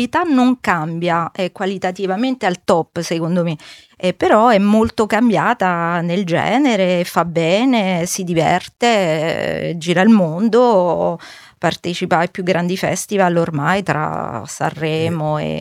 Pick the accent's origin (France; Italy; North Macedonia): France; born or raised there